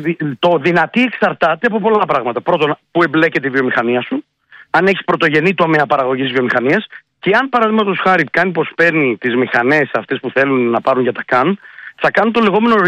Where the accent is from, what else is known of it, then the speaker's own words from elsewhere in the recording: Brussels, Brussels-Capital Region, Belgium; επειδή εγώ μεγάλωσα στις Βρυξέλλες, δεν είναι οι ίδιες Βρυξέλλες που μεγάλωσα